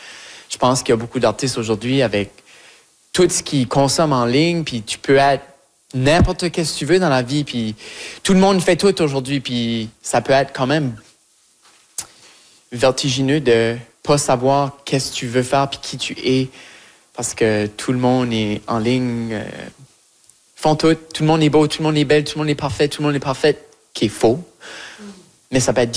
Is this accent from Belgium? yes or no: no; Shediac, New Brunswick, Canada; accent: Chiac; also born or lived in Moncton, New Brunswick; je parle chiac, que j'ai grandi à Chediac, que je suis acadienne, que je suis fière d'avoir un parcours à Moncton, au Nouveau-Brunswick